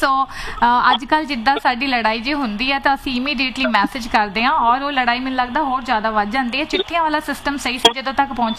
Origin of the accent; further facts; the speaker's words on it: Kolkata, West Bengal, India; born there; ਸੋ ਮੈਂ ਆਪਣੀ ਗੱਲ ਦੱਸਦੀ ਜਦੋਂ ਮੈਂ ਛੋਟੀ ਹੁੰਦੀ ਸੀ ਮੇਰਾ ਬਰਥ ਵੈਸਟ ਬੰਗਾਲ ਕੋਲਕਾਤਾ ਦੇ ਲਾਗੇ ਹੋਇਆ.